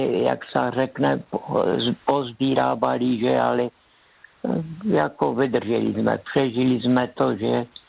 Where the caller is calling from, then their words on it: Zlín Region, Czechia; My jsme tady Valaši